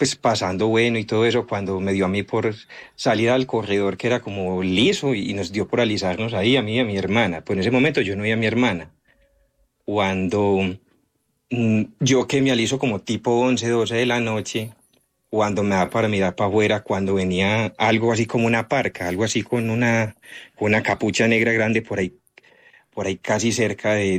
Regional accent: San Andrés de Cuerquia, Antioquia, Colombia; Yo soy de acá de Antioquia, de San Andrés de Cuerquia.

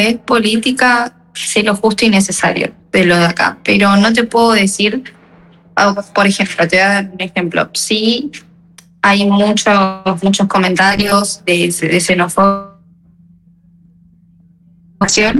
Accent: Argentina; now in Spain; se alegraban de que yo sea argentina

